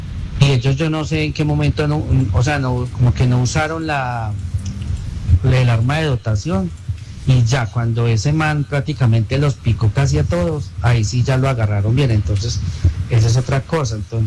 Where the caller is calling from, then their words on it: Pereira, Risaralda, Colombia; de Pereira.